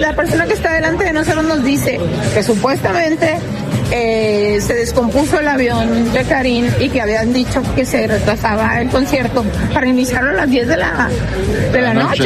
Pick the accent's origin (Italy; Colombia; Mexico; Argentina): Mexico; Chihuahua